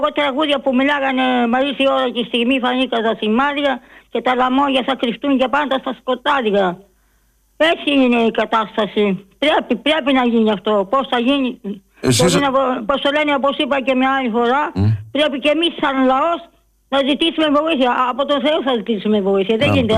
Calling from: Agrinio, Western Greece, Greece; είμαι από το Αγρίνιο και εκεί βάζαμε καπνά.

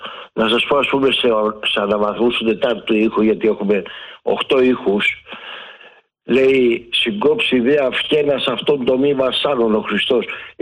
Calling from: Gerakas, Attica, Greece; από το Γέρακα.

